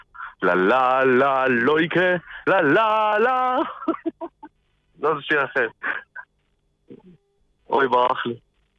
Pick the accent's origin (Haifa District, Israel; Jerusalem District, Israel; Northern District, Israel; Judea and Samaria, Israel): Jerusalem District, Israel; Jerusalem; מירושלים.